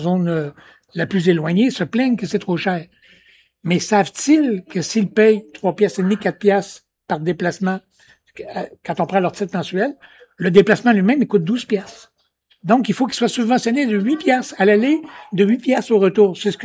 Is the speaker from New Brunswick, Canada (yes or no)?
no; Quebec, Canada; Je viens d'Allemont au Lac-Saint-Jean.